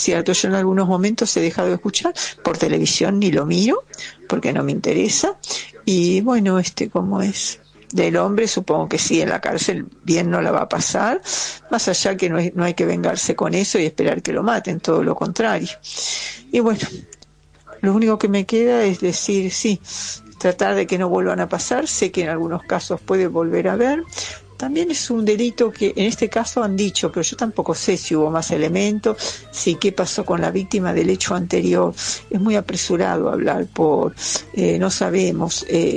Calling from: Buenos Aires, Argentina; del Cid Campeador

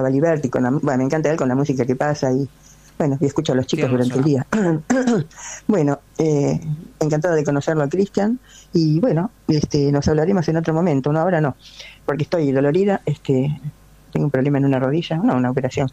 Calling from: Adrogué, Buenos Aires Province, Argentina; de Adrogué

